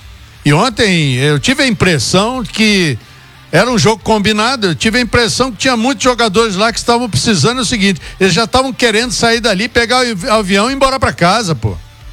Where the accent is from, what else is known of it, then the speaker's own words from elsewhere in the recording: Brazil; Eu sou brasileiro